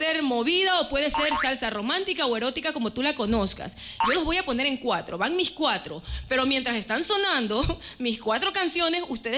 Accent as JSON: {"language": "Spanish", "town": "Guayaquil", "region": "Guayas", "country": "Ecuador", "tie": "born or raised there", "said": "Como una guayaquileña que soy de cepa"}